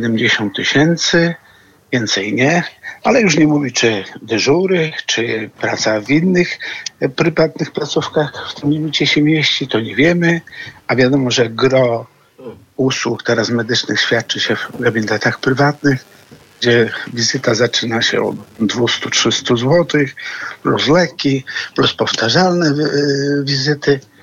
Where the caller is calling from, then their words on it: Lubusz Voivodeship, Poland; dzwonię z województwa lubuskiego